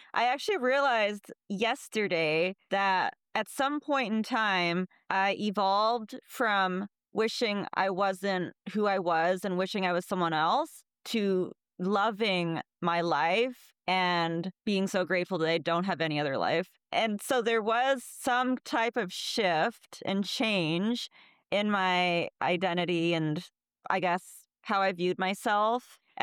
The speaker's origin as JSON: {"language": "English", "region": "Alaska", "country": "United States", "tie": "born or raised there", "moved": "yes", "lives_now": "San Francisco, United States", "said": "oh, I'm from Alaska"}